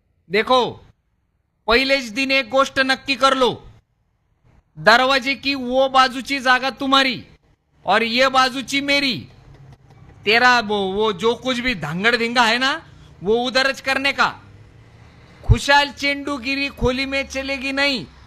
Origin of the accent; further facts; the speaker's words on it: Satara, Maharashtra, India; अरे मी साताऱ्याचाच आहे रे बाबा, पण इथली एक पद्धत आहे, एखादी गोष्ट जमली नाही किंवा धड करता आली नाही किंवा गळ्याशी आली ना की जाहीरपणे ओरडून सांगायचं की मी विदर्भाचा आहे।